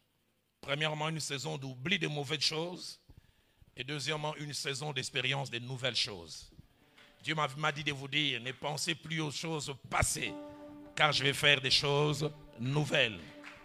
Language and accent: French; Lausanne, Vaud, Switzerland; Obed, j'ai grandi à Lausanne. Je connaissais tous les raccourcis de Lausanne, au centre hippique, Institut Kilimani, pour arriver à l'Athénée.